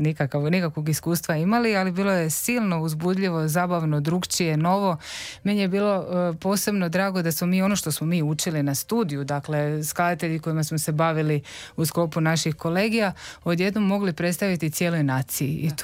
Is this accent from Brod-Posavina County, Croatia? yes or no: no; Zadar, Zadar County, Croatia; moved away as an adult; now in Zagreb, Croatia; kako sam ja rođena i odrasla u Zadru